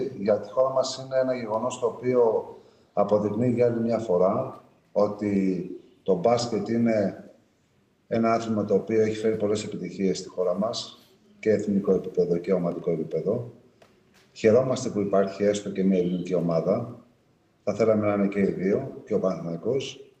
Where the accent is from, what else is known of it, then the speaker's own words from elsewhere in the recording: Greece; σαν Έλληνας